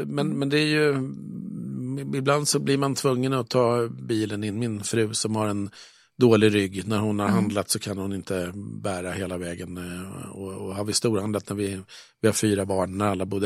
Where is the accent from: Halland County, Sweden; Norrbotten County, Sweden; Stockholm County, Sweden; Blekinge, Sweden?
Stockholm County, Sweden; Tyresö; Nej, jag är uppvuxen i radhusen på Renlandsgången.